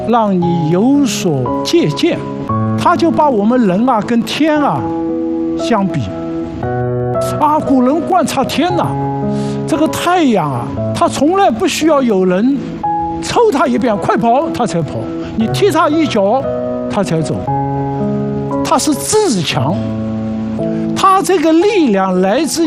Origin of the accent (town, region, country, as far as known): China